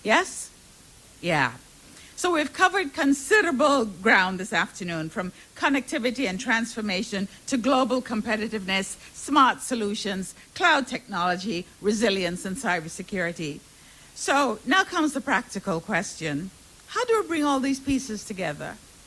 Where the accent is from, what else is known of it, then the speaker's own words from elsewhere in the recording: Jamaica; I grew up in Jamaica.